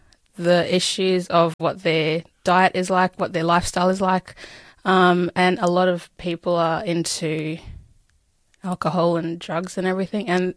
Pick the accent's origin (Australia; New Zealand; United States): Australia; Perth, Western Australia; I'm from Perth.